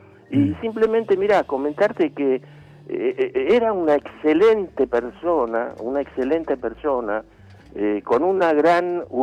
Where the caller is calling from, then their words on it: Buenos Aires, Argentina; de Villa Santa Rita.